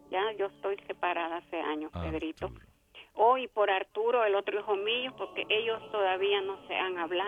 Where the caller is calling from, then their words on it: New York, United States; Usted sabe que soy … del Bronx, Nueva York.